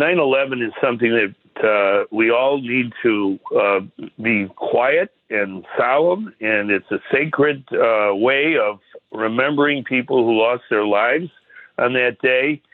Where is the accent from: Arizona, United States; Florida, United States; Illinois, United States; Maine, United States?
Illinois, United States